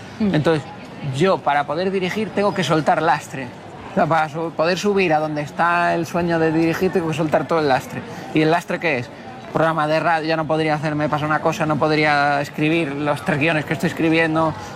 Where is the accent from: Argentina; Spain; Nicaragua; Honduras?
Spain; Canary Islands; born there; Porque yo nací en Canarias, tú eres canario. No te olvides nunca, me decía así con pasión, no te olvides nunca de cuál es tu sangre.